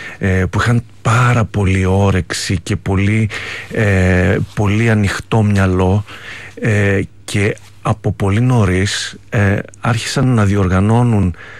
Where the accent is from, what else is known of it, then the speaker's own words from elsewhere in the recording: Greece; moved away as an adult; now in Paris, France; Είμαι Έλληνας. Ναι, είμαι Έλληνας. Είμαι ο Έλληνας.